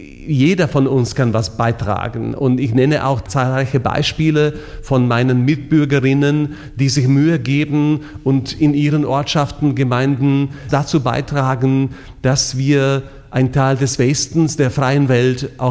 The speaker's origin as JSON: {"language": "German", "country": "Slovakia"}